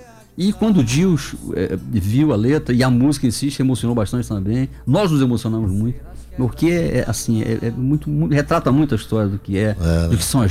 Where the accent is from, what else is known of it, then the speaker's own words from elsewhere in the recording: Pará, Brazil; also born or lived in Monte Dourado, Pará; now in Belém, Brazil; Eu sou paraense, voltei para Belém em 2008, né?